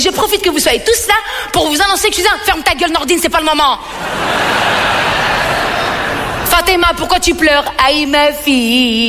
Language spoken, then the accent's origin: French; Belgium; now in Paris, France; Ben, moi, j'habite depuis 10 ans à Paris, mais je viens de Belgique, hein. Je viens de Belgique, mais je suis d'origine algérienne